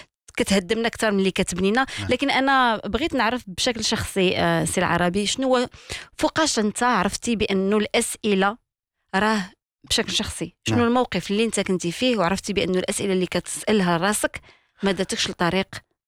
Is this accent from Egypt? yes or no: no; Morocco; حنا كمغاربه وكعرب ماشي غير كمغاربه.